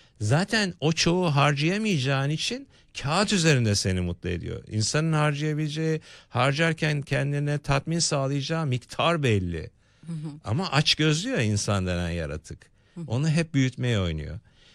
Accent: Istanbul, Turkey; born there; Ben Zeytinburnu doğumluyum.

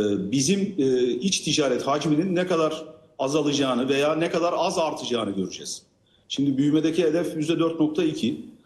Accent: Aydın, Turkey; Efeler Diyarı Aydın'ın, yani memleketimin İşgalden kurtuluş yıl dönümü.

